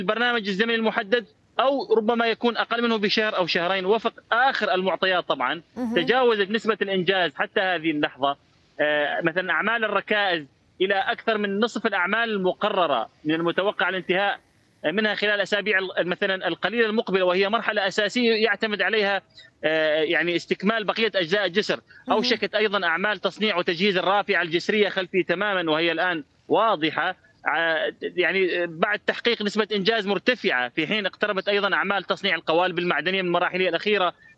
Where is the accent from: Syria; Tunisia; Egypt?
Syria; Deir ez-Zor Governorate; عندنا في دير الزور